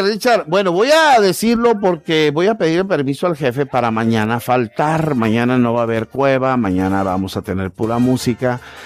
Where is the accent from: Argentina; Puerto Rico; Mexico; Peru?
Mexico; uno como mexicano